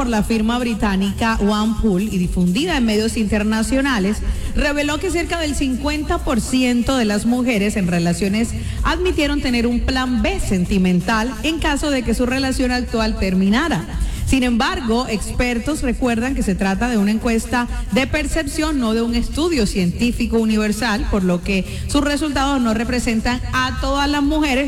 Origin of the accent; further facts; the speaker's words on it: Cartagena, Bolívar, Colombia; somos las cartageneras.